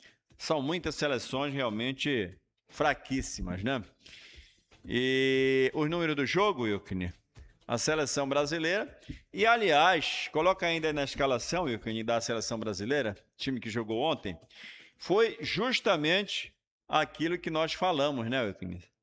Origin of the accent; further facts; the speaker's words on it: Brazil; A gente somos brasileiros